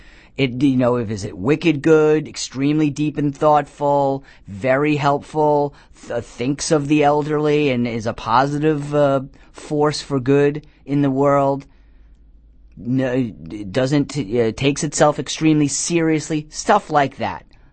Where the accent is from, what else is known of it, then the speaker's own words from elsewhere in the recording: Rhode Island, United States; You know, people in the New York area, we have great water here. I grew up in Rhode Island that has, I don't know what's in that water, but whatever it is, it makes people stay, never leave Rhode Island.